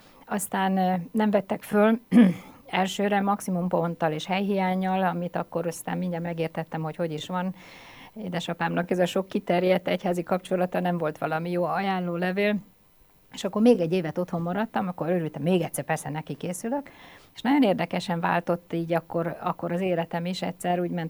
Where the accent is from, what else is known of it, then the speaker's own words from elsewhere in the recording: Pécs, Baranya, Hungary; Pécset élek most is, úgy nagyjából, de Pécset születtem, és azt lehet mondani, hogy minden szálam inkább azt lehet, egy kisebb városhoz, egy vidékhez, ilyen közösségekhez köt.